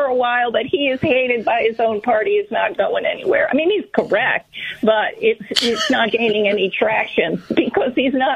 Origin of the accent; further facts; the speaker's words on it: New York, United States; I know that because I'm from New York, and I've visited every year upstate New York